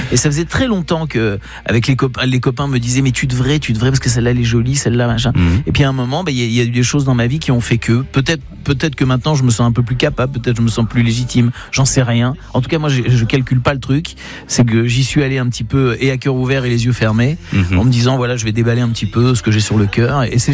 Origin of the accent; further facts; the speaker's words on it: Nancy, Grand Est, France; Moi qui venais de province, je suis de Nancy